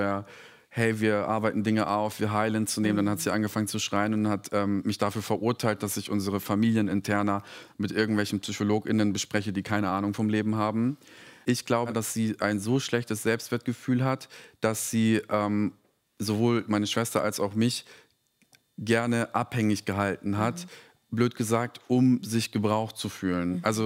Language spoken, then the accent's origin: German; Serbia; German is a second language; ich komme aus Serbien. Wir sind sehr konservativ